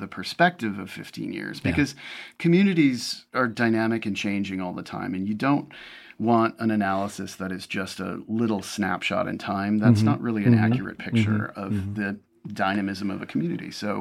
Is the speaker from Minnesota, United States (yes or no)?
yes; Minnesota, United States; moved away; I come from Minnesota